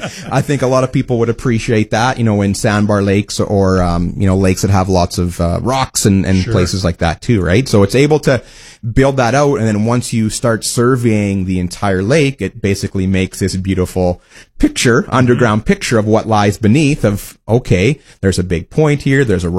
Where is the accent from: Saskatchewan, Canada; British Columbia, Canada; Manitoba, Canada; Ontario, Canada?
Saskatchewan, Canada; Wawota; born or raised there